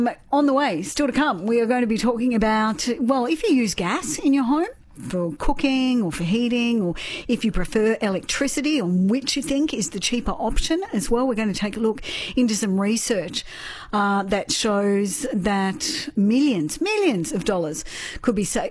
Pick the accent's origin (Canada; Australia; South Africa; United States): Australia; moved away; I have lived in a lot of places, but I'm a Denny girl. I'm from Denny as well.